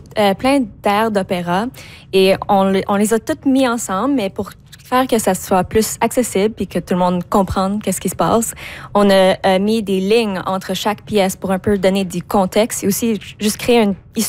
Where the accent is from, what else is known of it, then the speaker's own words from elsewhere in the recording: Quebec City, Quebec, Canada; Je viens de Québec, en fait, mais maintenant, je considère Nouvelle-Écosse, ouais, ma maison.